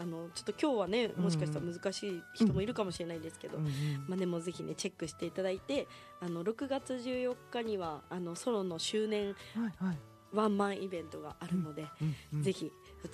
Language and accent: Japanese; Atsugi, Kanagawa, Japan; で私あの厚木市出身でやっぱ厚木から世界へって言ってるので